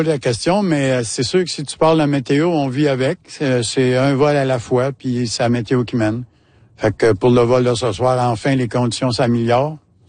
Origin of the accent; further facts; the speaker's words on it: Saint-Jean-sur-Richelieu, Quebec, Canada; Moi, je viens de Saint-Jean-sur-Richelieu.